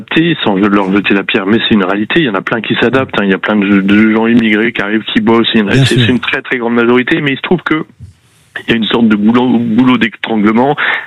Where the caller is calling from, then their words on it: Bordeaux, Nouvelle-Aquitaine, France; Je suis à Bordeaux depuis hier soir. Enfin, j'habite Bordeaux